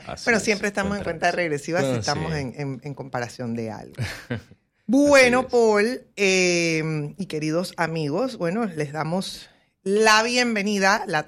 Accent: Panama; como panameña, como mujer

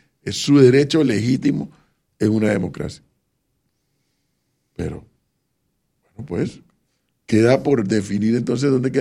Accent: Panama; como panameño, me gustaría saber cuál es la hoja de ruta del gobierno que me representa

